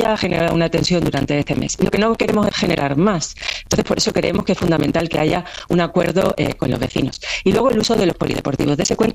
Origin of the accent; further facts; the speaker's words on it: Ceuta, Spain; yo, sinceramente, creo que España, como país, yo como española, como ceutí, como europea, pido que se desplieguen todos los medios necesarios del Estado.